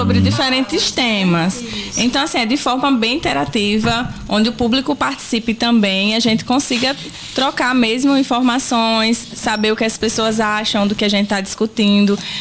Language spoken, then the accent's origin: Portuguese; Penedo, Alagoas, Brazil